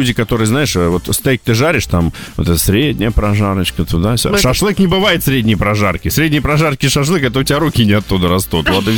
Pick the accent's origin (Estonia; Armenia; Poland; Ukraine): Armenia; now in Moscow, Russia; Я армянин как раз.